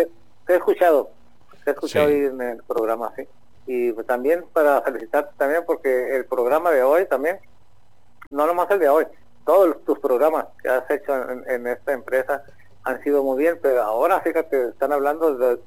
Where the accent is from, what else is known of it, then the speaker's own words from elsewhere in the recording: Tijuana, Baja California, Mexico; born there; Yo soy de Tijuana, aquí nací en Tijuana también